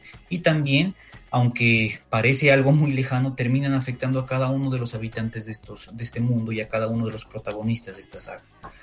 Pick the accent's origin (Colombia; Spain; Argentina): Colombia; Nariño; no solo nuestra historia cultural como nariñense, sino también como colombianos